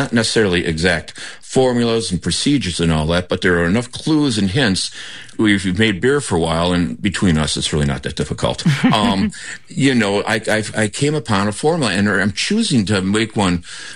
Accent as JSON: {"language": "English", "region": "Wisconsin", "country": "United States", "said": "I'm from Wisconsin, and I used to drink the dregs of the bottles that were in the empty case."}